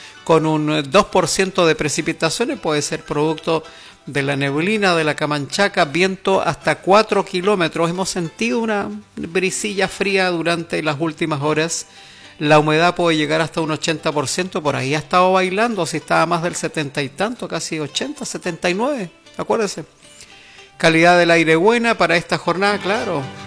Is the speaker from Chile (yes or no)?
yes; Chile; Aquí no hay pobreza en lo musical, porque somos chilenos todo el añ